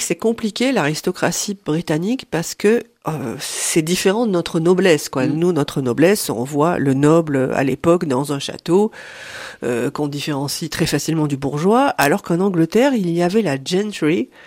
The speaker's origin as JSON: {"language": "French", "country": "France", "said": "chez nous en France"}